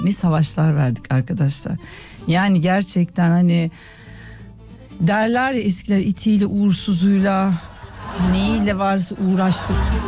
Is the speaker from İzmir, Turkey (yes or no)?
no; Adana, Turkey; Oğlum ben Adanalıyım.